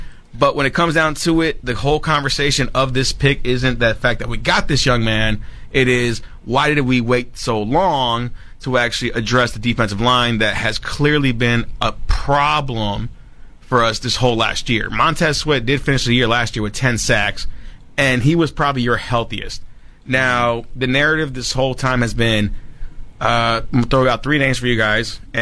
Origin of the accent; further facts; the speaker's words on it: Chicago, Illinois, United States; You know, as a Chicagoan, I wouldn't know one thing about the steps